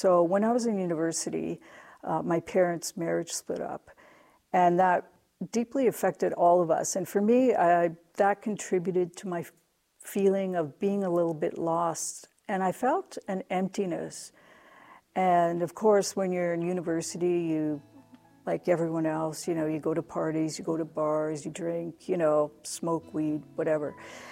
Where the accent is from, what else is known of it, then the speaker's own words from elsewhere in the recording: Chilliwack, British Columbia, Canada; now in Prince Albert, Canada; I am originally from BC. I was born in Chilliwack, and I am now living in Prince Albert.